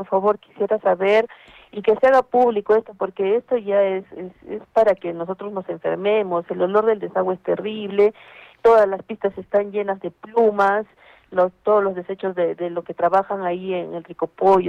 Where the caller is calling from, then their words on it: Arequipa, Peru; Soy vecina de Semirural Pachacute.